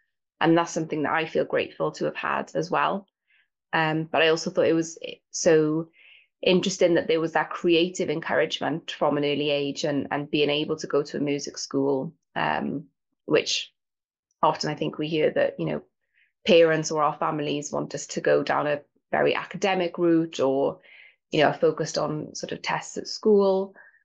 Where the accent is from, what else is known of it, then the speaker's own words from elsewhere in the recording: Wales, United Kingdom; moved away as an adult; now in London, United Kingdom; I'm from South Wales in the UK, but now I live in London. But I definitely identify as Welsh rather than British. All my family are pretty much Welsh. I was lived there until I was 18, until I went to university.